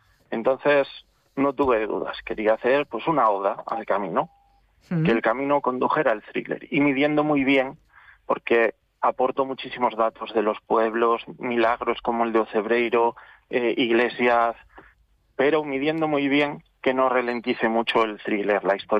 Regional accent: Villafranca del Bierzo, Castile and León, Spain; la Puerta del Perdón de Villafranca del Bierzo, otro sitio emblemático del camino, y es mi pueblo.

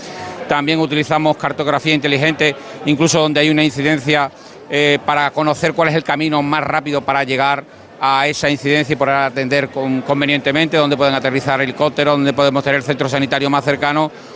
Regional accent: Jerez de la Frontera, Andalusia, Spain; Bueno, claro, yo soy hermano de Jerez, soy jerezano.

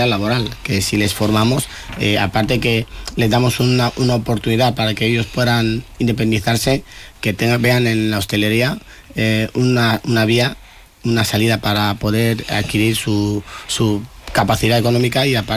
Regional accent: Asturias, Spain; soy asturiana

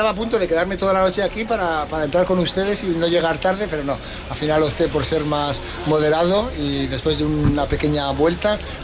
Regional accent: Logroño, La Rioja, Spain; Me gustan mucho las fiestas de mi pueblo, yo siempre digo Logroño mi pueblo

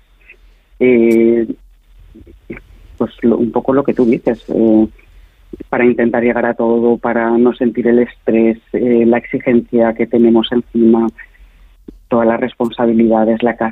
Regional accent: Madrid, Community of Madrid, Spain; now in Zaragoza, Spain; Pues yo vivo en Zaragoza, pero soy de Madrid y mi familia vive en Madrid.

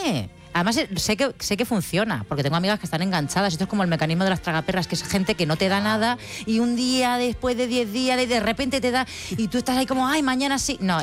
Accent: Bilbao, Basque Country, Spain; yo soy de Bilbao de Centro, yo no me ilusiono con nada.

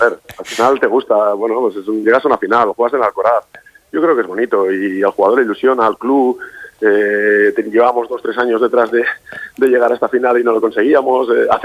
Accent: Lleida, Catalonia, Spain; El año pasado la fui a ver, precisamente, yo soy de Lleida y me desplacé hasta allí

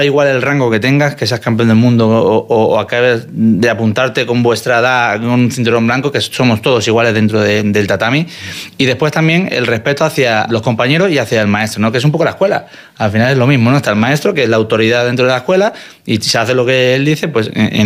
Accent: Málaga, Andalusia, Spain; Yo soy de Málaga, obviamente, estudié el bachillerato en Málaga.

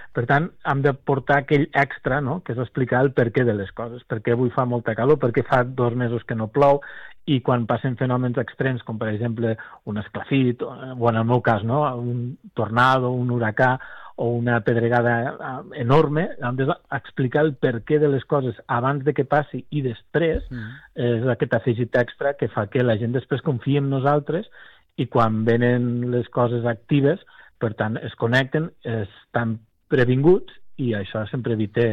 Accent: Catalonia, Spain; molts venim de Catalunya

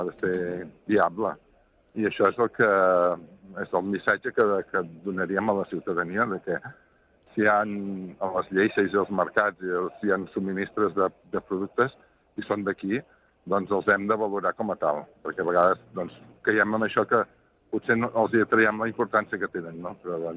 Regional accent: Catalonia, Spain; que era el responsable de la vinya i sóc del Penedès i bàsicament tinc vinyes

